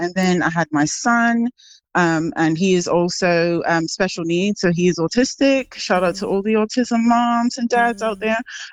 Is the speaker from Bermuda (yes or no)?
yes; Bermuda; moved away